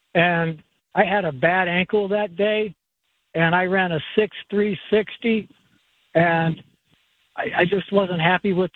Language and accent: English; Ohio, United States; So we went everywhere except for my home state in Ohio.